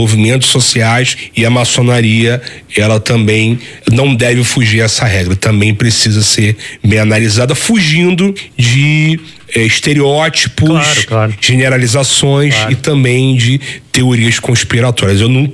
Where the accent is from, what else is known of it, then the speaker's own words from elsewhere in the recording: Rio de Janeiro, Brazil; also born or lived in Petrópolis; Todo carioca ele passa por isso. Eu já saí do Rio de Janeiro, morei em Petrópolis durante 2 anos.